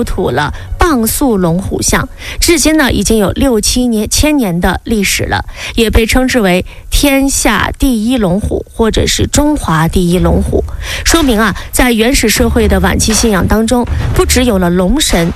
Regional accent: China; 我们中国人哈，在这里是很有发言权的

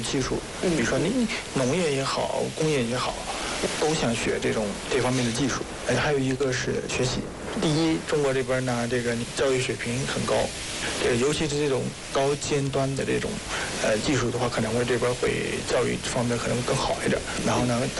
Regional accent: Myanmar; now in Ruili, China; 我们缅甸那边的这个潜意识里边

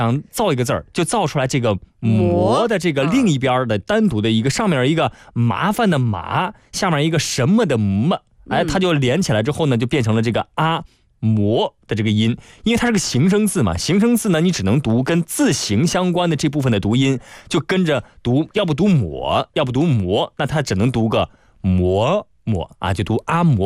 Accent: northern China, China; 因为很多朋友像我作为北方人

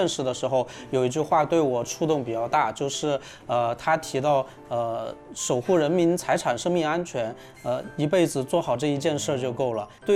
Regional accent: Chongqing, China; now in Changsha, China; 我是重庆人

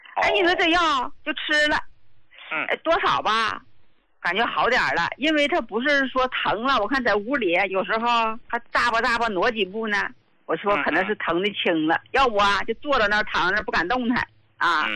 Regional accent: Jiangsu, China; 哎，我是江苏的，今天来呢，就是我来替我老伴儿来反馈来了。

